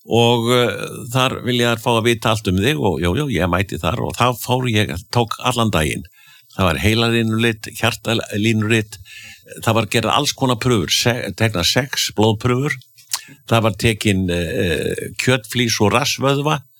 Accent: Akureyri, Northeastern Region, Iceland; now in Denmark; þegar ég var krakki alast upp á Akureyri.

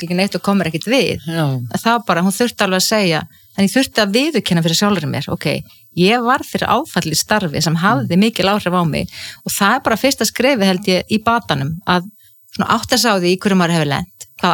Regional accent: Ísafjörður, Westfjords, Iceland; já, ég óttaðist sjóin sem kannski líka tengist því að ég alveg upp á Ísafirði þar sem voru 10 sjóslys og menn drukknuðu

